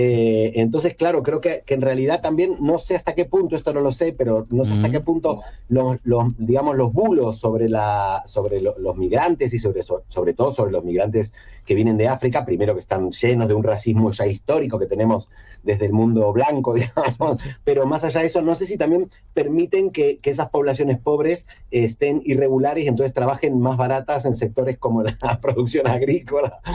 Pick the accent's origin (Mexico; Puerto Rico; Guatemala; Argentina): Argentina; moved away as an adult; now in Spain; Bueno, yo soy inmigrante, digamos, soy hispano-argentino, porque tengo la nacionalidad española ya hace bastante, hace 31 años que vivo aquí.